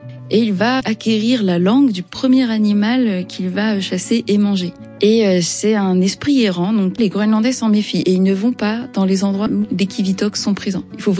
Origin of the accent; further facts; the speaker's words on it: France; Je suis française